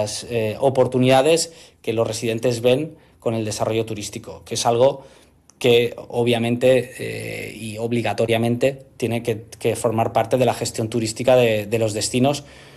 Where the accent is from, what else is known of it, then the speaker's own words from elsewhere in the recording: Menorca, Balearic Islands, Spain; te hablo como menorquín, o sea que lo he vivido toda la vida